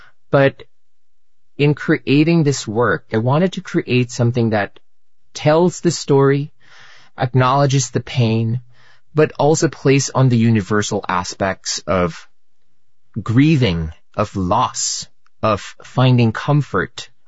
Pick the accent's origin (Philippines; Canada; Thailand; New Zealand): Philippines; moved away as an adult; now in United States; as a young gay man growing up in the Philippines